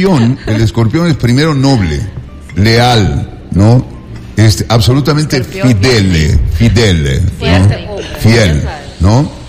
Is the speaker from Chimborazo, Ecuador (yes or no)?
no; Quito, Pichincha, Ecuador; yo soy un caballero quiteño.